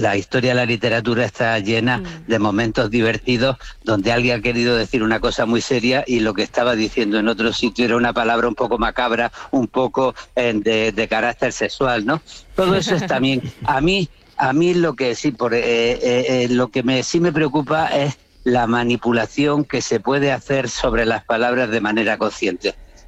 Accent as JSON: {"language": "Spanish", "town": "Granada", "region": "Andalusia", "country": "Spain", "said": "Por ejemplo, yo como andaluz y de Granada"}